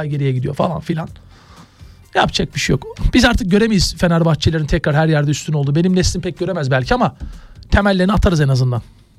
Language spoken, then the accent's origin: Turkish; Giresun, Turkey; İkimiz de Giresunluyuz ama biz farklıyız abi. Farklıyız. Havamız, suyumuz, toprağımız farklı.